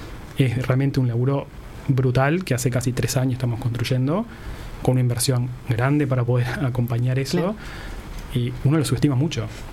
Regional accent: Florida, Uruguay; Sí, Florida, sí.

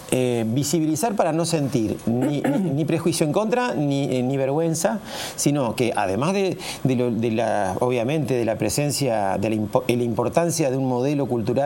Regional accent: Uruguay

